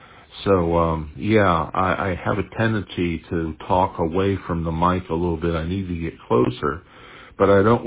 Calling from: Bowling Green, Ohio, United States; I'm in Bowling Green, Ohio, which is about 20 miles south of Toledo.

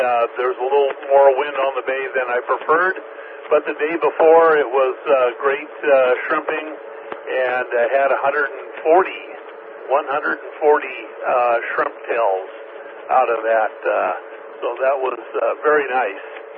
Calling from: Valdez, Alaska, United States; It's 43 degrees here in Valdez out on the water

